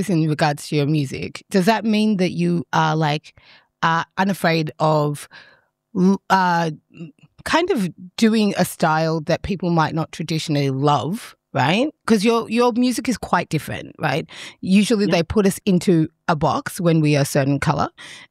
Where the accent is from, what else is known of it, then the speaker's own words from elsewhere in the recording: Uganda; moved away; I'm from Uganda